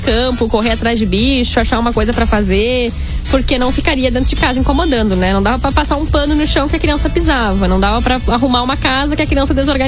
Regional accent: Rio Pardo, Rio Grande do Sul, Brazil; Interior, é interior de Rio Pardo, é distrito de Rio Pardo, Albardão. Então a minha infância foi lá.

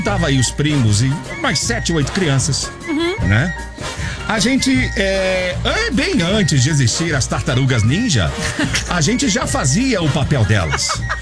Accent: Brasília, Federal District, Brazil; É o seguinte, a minha infância foi em Brasília.

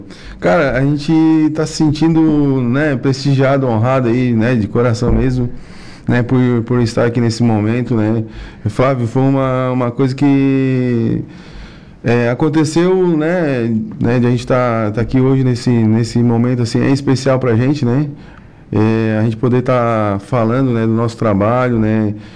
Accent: Imaruí, Santa Catarina, Brazil; also born or lived in Forquilhinha / Criciúma; now in Araranguá, Brazil; a gente é natural da cidade de Maruí, né, e filho de pescador, também sou pescador também

